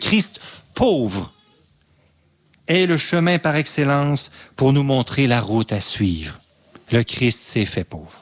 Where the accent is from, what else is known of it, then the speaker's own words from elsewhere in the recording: Quebec, Canada; moved away; Moi, je viens du Québec.